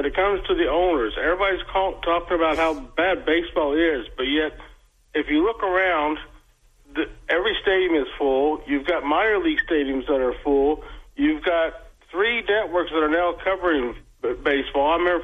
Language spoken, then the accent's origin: English; Mackey, Indiana, United States; now in Evansville, United States; Well, I'm originally from Mackey. I live in Evansville.